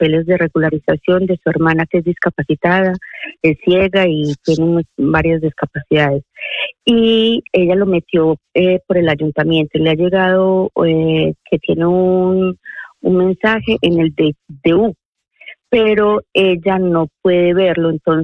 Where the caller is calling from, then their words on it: Pinto, Community of Madrid, Spain; de Pinto.